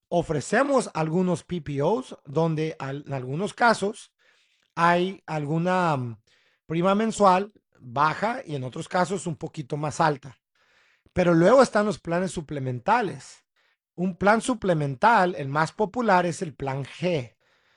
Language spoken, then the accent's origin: Spanish; San Diego, California, United States; born there; ella es tijuanense, mi papá sonorense. Y bueno, yo soy nacido en San Diego, pero tengo en la sangre México